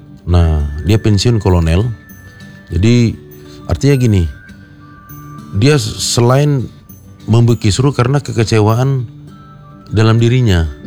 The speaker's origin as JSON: {"language": "Indonesian", "town": "Medan", "region": "North Sumatra", "country": "Indonesia", "tie": "born or raised there", "moved": "as an adult", "lives_now": "Bogor, Indonesia", "said": "Saya ini saya dari Medan asli loh Mbak."}